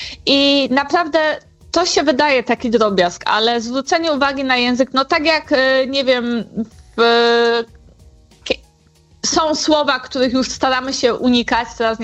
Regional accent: Rybnik, Silesian Voivodeship, Poland; Ja się wychowywałam w zasadzie kawałeczek od szpitala psychiatrycznego w Rybniku

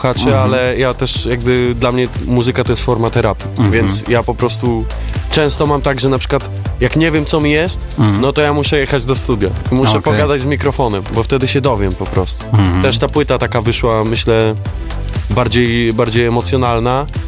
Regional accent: Łódź, Łódź Voivodeship, Poland; jestem bardzo dumny z tego, że jestem z Łodzi. Mm-hmm. I nie wyobrażam sobie żyć chyba poza moim miastem na ten moment.

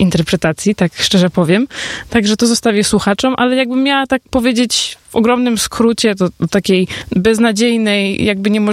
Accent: Wrocław, Lower Silesian Voivodeship, Poland; Jestem z Wrocławia, artystką z Wrocławia, piszę, komponuję swoje własne utwory

